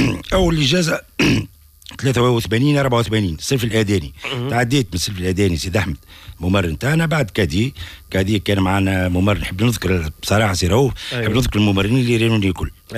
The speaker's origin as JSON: {"language": "Arabic", "town": "Gafsa", "region": "Gafsa Governorate", "country": "Tunisia", "tie": "born or raised there", "said": "كنا نسكن في حمت حي النور حمت خضار"}